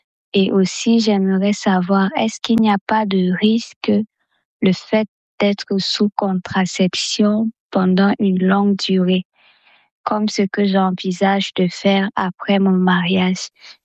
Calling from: N'Djamena, Chad; J'ai 23 ans. Je suis à Djamena au Tchad.

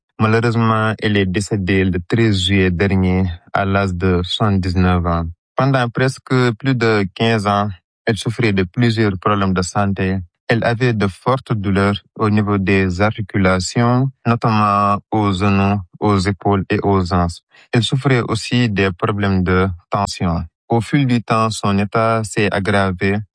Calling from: Dakar, Senegal; j'ai 21 ans. Je suis étudiant en deuxième année de licence. Aussi, je vis à Dakar.

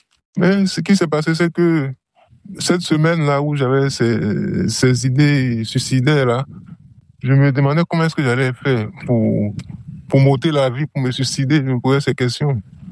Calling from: Parakou, Borgou, Benin; j'ai 45 ans. Je vis à Parakou, dans le nord du Bénin.

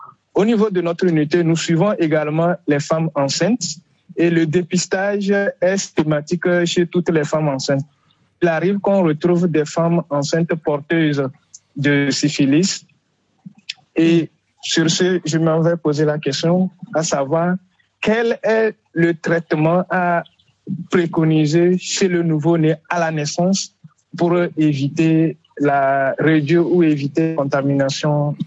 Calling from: Bassar, Kara, Togo; Je vous appelle de Batar, Togo. Mmh. C'est l'une des 7 préfectures de la région de l'Akara.

